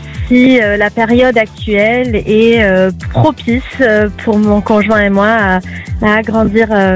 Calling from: Bordeaux, Nouvelle-Aquitaine, France; Je vous appelle de Bordeaux.

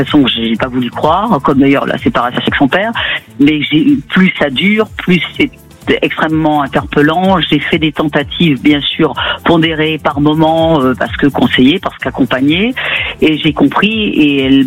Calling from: Île-de-France, France; Des Yvelines.

